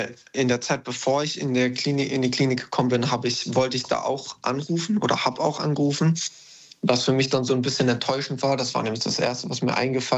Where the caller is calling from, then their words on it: Baden-Württemberg, Germany; weil ich halt nicht aus der Umgebung Berlin komme. Ich komme aus Baden-Württemberg.